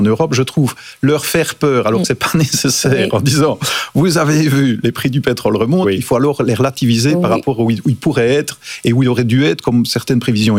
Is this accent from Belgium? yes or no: yes; Belgium; now in France; moi, en tant que Belge, je suis très heureux. Je suis très heureux en France.